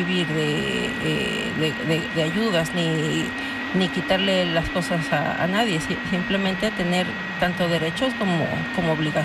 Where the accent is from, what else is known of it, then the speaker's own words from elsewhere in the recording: Guadalajara, Jalisco, Mexico; Sí, es correcto, soy tapatía, así es.